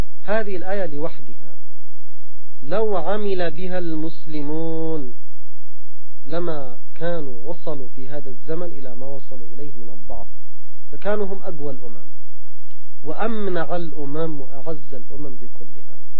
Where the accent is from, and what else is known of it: Yemen